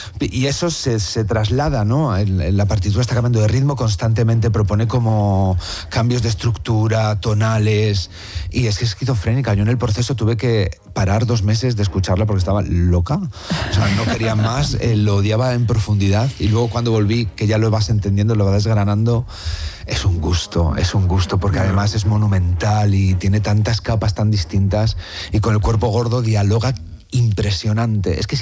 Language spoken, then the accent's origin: Spanish; Valladolid, Castile and León, Spain; porque, bueno, yo soy de Valladolid, tengo el Museo Nacional de Escultura en mi ciudad, y es algo que está conmigo